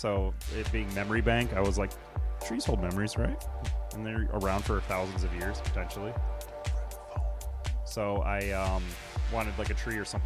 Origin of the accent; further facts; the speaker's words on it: Detroit, Michigan, United States; So I'm one of those people that live in the burbs and say I'm from Detroit.